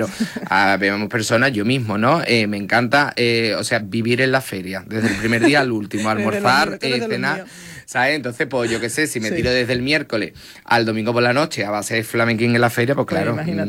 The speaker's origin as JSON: {"language": "Spanish", "region": "Andalusia", "country": "Spain", "said": "somos muy andaluces"}